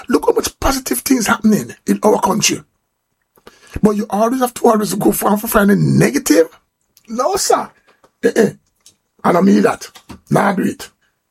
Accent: Jamaica; So he said to me, said, "The accent, where you from?" And I said, "Jamaica."

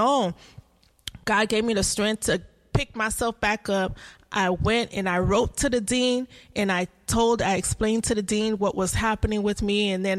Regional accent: United States; first language Haitian Creole; English is a second language; No, I am not from Haiti. My family is from Haiti. So I am Haitian American. I was born here in the U.S.

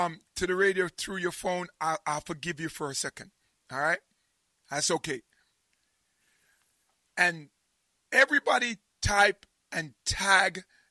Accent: United Kingdom; I'm British, yeah? Proper.

